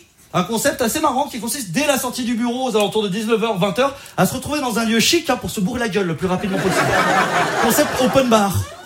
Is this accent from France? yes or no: yes; Auvergne-Rhône-Alpes, France